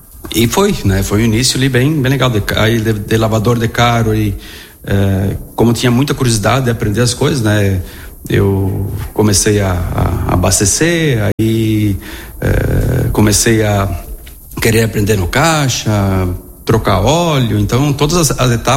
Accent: Vila Maria, Rio Grande do Sul, Brazil; Nasci em Vila Maria, né? Numa comunidade do interior de Vila Maria, linha 19 São João, perto da linha 18 Oroso lá, né? Filho de pequenos agricultores, né? Nasci em 77, hoje tenho 49 anos, né?

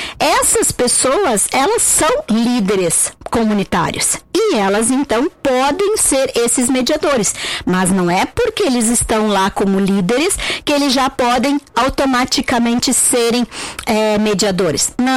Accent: Nova Petrópolis, Rio Grande do Sul, Brazil; also born or lived in Porto Alegre; now in Nova Prata, Brazil; eu não sou de Nova Prata, eu estou morando agora aqui, acabou de fazer 2 anos, eu venho de Porto Alegre, eu sou de Nova Petrópolis, morava em Porto Alegre e agora estou aqui em Nova Prata.

